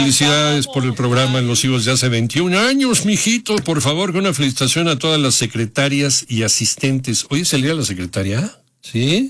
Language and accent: Spanish; León, Guanajuato, Mexico